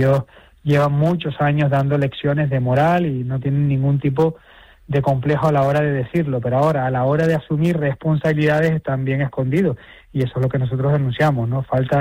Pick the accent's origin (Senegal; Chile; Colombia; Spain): Spain; Canary Islands; no ya como compañeros de Coalición Canaria, como canarios en sí